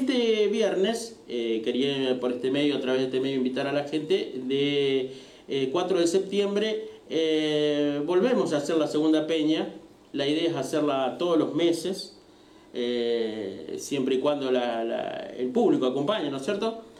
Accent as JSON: {"language": "Spanish", "town": "San Justo", "country": "Argentina", "said": "nosotros que somos de San Justo"}